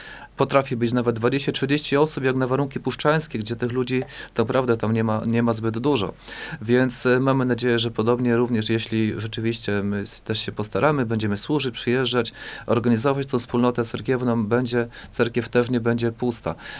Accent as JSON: {"language": "Polish", "region": "Lemko Region", "country": "Poland", "said": "sam pochodzę z Łękowszczyzny."}